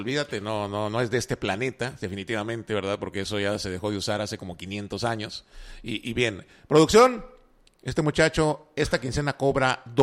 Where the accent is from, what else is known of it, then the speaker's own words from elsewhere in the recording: northern Mexico, Mexico; es parte de nuestra tradición como norteños.